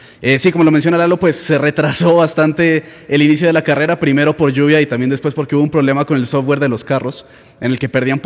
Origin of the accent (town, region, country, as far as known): Ecuador